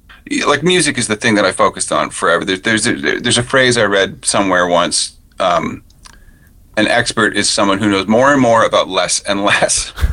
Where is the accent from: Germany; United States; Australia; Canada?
Canada; Ontario; even though I grew up in Ontario, but my mom is from Newfoundland.